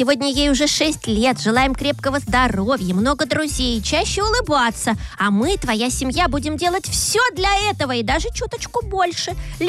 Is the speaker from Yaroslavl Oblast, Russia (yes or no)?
no; Saint Petersburg, Russia; я из Санкт-Петербурга.